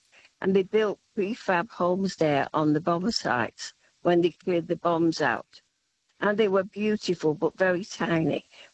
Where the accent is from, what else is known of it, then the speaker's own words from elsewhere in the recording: Australia; Because I won't change it because I've been here 60 years and I'm an Australian, by the way.